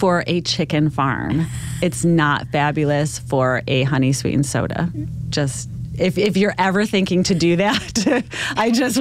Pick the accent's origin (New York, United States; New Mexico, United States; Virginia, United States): New York, United States; So my family's from New York, and that's where I was born and raised.